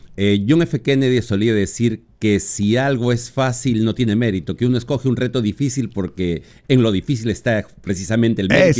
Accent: Peru

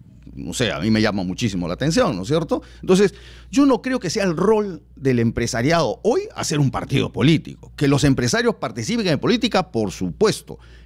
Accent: Peru

